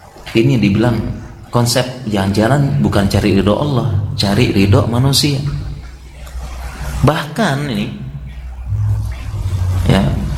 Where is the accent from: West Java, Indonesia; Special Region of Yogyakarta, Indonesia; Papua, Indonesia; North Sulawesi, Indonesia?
Special Region of Yogyakarta, Indonesia; Yogyakarta; Kita orang Jogja